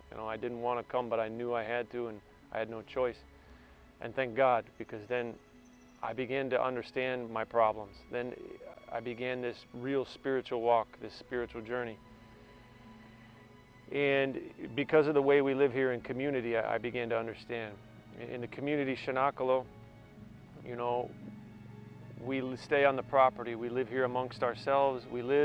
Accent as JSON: {"language": "English", "town": "Chicago", "region": "Illinois", "country": "United States", "also_born_or_lived": "Florida / England", "lives_now": "Lourdes, France", "said": "I am from Chicago."}